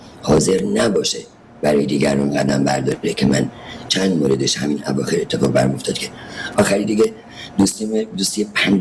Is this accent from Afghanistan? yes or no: no; Iran; ایرانی که در اون بزرگ شدم، تربیت شدم